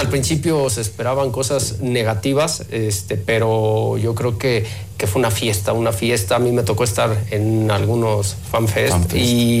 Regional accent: Mexico; seguimos siendo mexicanos.

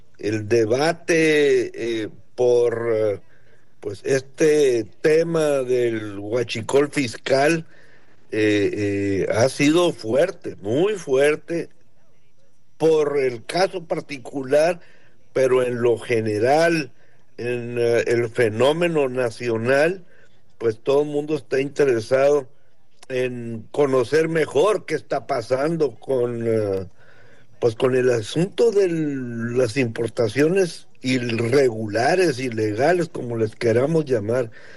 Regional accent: Mexico; now in Ensenada, Mexico; somos mexicanos, todos.

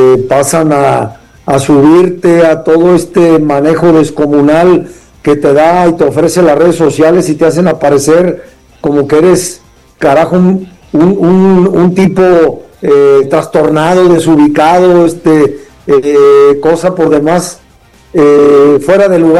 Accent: Colima, Mexico; Así es, ando acá en mi tierra natal, Colima.

